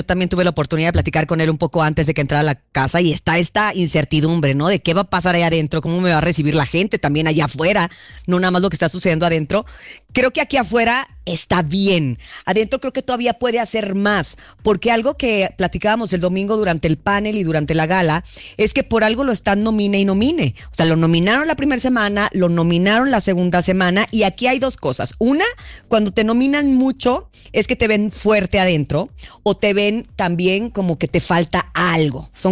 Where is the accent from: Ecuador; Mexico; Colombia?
Mexico; Los Mochis, Sinaloa; Soy originaria de Los Mochis, Sinaloa, tierra de grandes, grandes peloteros.